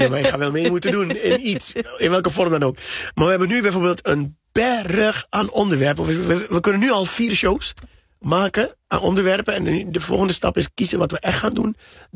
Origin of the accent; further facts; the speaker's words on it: Suriname; now in Netherlands; Ik ken geen cabaret, ik kom uit Suriname, ik ken geen cabaret zoals Nederland het kent